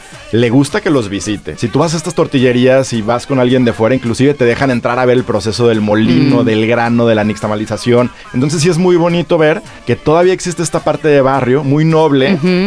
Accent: Mexico; el burrito de la tortillita para mí es algo muy nostálgico de la niñez mexicana y que hoy como adultos mexicanos siempre vamos a vivir con ese recuerdo.

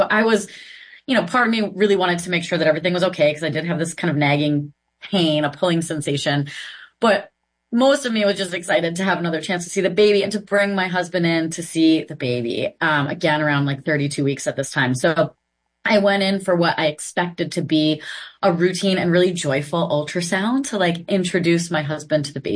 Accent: Massachusetts, United States; born or raised there

